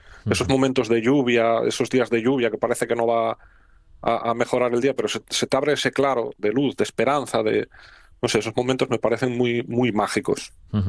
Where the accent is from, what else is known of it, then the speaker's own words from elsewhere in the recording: Asturias, Spain; Yo soy asturiano y quiero mucho a mi tierra y a mi patria